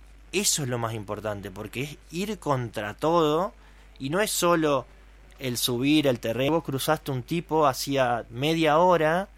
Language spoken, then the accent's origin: Spanish; Valle María, Entre Ríos, Argentina; en Valle María somos 4.500 personas. No somos tanto.